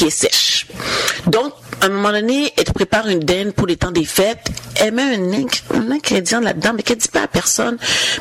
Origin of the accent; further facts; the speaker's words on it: Jacmel, Sud-Est, Haiti; Mais je pense que c'est tout dans la région d'Haïti même, parce que nous autres, on vient de Jacmel.